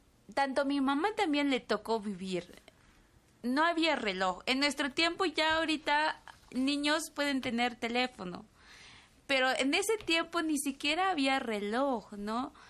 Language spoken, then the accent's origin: Spanish; Chiapas, Mexico; first language Tzotzil; Spanish is a second language; mi lengua materna, mi primera lengua es tzotzil. Yo aprendí a hablar español hasta los 15 años.